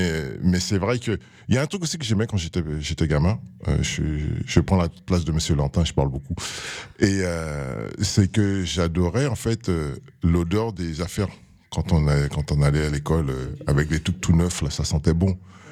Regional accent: Les Abymes, Guadeloupe; moi, je suis de la Guadeloupe et l'école se trouvait. Moi, je suis des Abîmes, donc tous ceux qui connaissent les Abîmes, j'étais à côté du côté de Néré.

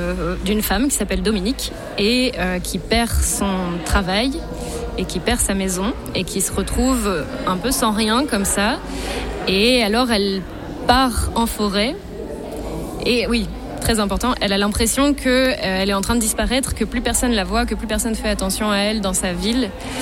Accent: Brussels, Brussels-Capital Region, Belgium; Nous, on est belges, on vient de Bruxelles.

